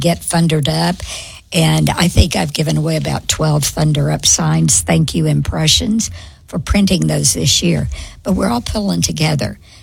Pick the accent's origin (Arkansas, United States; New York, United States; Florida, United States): Arkansas, United States; And I was from Arkansas